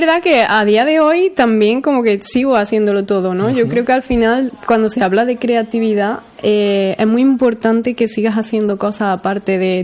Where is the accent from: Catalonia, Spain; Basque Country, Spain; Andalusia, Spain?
Andalusia, Spain; Casariche; Somos cuatro de Casariche